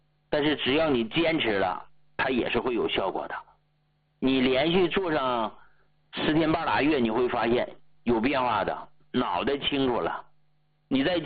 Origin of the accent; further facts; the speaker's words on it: Hegang, Heilongjiang, China; 我老家呀是黑龙江鹤岗的。过去农村的老头老太太呀，他没事的时候，他不都出来晒太阳吗？